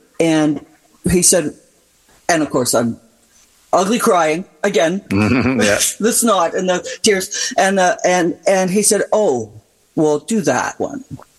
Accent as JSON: {"language": "English", "country": "Canada", "said": "we were just like, \"Hook, we're from Canada, howdy everybody,\""}